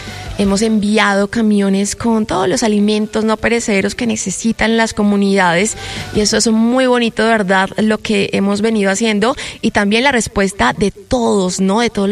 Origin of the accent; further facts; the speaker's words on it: Colombia; pero como colombianos seguiremos trabajando, y cuando nuestros corazones se unen, nuestros corazones vibran mucho